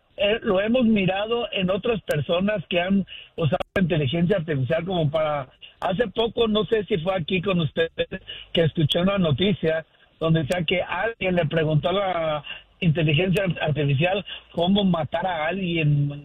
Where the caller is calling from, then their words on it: Stockton, California, United States; Aquí desde Stockton, California.